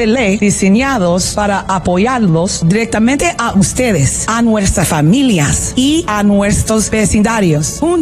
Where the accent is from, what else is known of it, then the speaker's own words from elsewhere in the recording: United States; Como latina, nacida y criada aquí mismo en el Southside, soy una hija de esta comunidad.